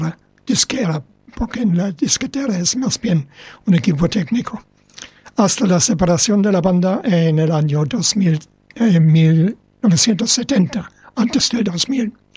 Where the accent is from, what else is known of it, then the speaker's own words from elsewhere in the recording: United Kingdom; Spanish is a second language; Yo, siendo británico, y algunos van a decir ahora, y eso es Queen's English, este es el inglés de Inglaterra.